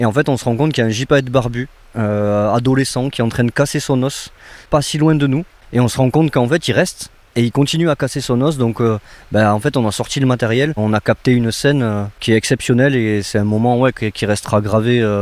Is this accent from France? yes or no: yes; Pyrenees, France; Nous, on est des Pyrénées. On a des gens qui connaissent.